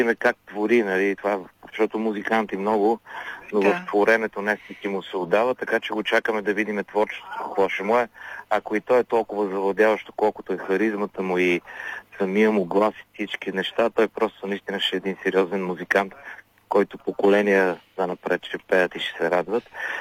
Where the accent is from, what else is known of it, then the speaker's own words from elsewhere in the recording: Sofia, Sofia City, Bulgaria; ние с майка му сме приятели от детството си и сме от Оров мост, всички сме драснали там.